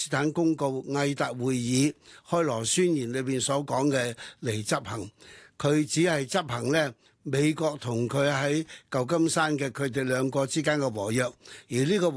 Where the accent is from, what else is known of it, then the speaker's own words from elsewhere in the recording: Hong Kong; 我哋香港人挨咗3年8個月日本人嘅佔領嘅殘害